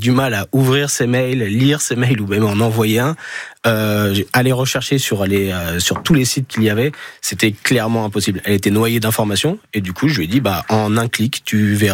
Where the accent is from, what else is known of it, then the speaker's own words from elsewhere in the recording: Nouvelle-Aquitaine, France; C'est centré, nous, sur le Pays Basque, parce qu'on est du Pays Basque.